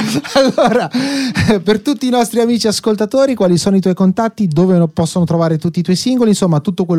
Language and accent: Italian; Lazio, Italy; noi ciociari diciamo